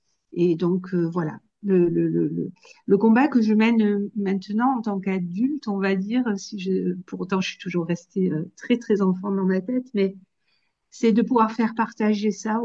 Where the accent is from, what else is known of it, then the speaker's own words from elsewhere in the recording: Apt, Provence-Alpes-Côte d'Azur, France; Donc, je viens de Apt, dans le Luberon. Et voilà, donc je suis sur une région de proximité hein, avec la vôtre, avec les Alpes de Haute-Provence. Et voilà, je suis native de cette région